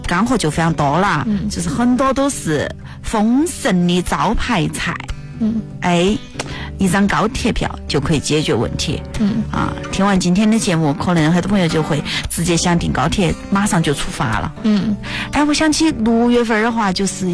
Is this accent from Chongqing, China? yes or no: yes; Chongqing, China; 我们重庆人比较喜欢说的摆的那种哈。